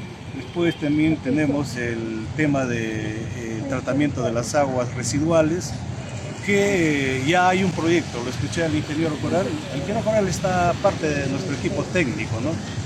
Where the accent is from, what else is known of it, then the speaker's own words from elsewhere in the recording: Huaraz, Ancash, Peru; graduado acá en la Universidad Nacional de Ancash, Santiago Antunes de Mayolo. También la secundaria y la primaria lo he hecho acá, soy huaracino neto.